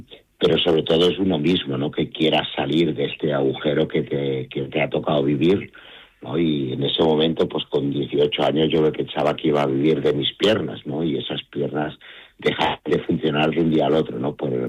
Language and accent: Spanish; Andorra; estaba yo, pues con 18 años en los hospitales en Barcelona, y ellos, justamente con que somos de Andorra, pues estudiaban todos en Barcelona.